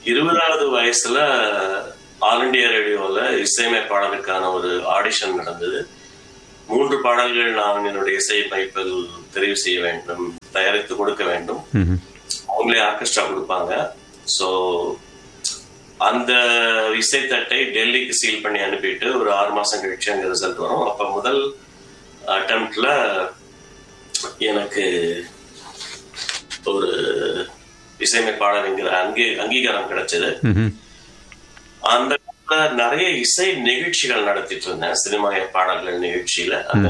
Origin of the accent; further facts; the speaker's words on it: Chennai, Tamil Nadu, India; moved away; நான் பிறந்து வளர்ந்ததெல்லாம் சென்னை. சோ அங்க நான் ஒரு இசை குடும்பத்தில் பிறந்தவன்.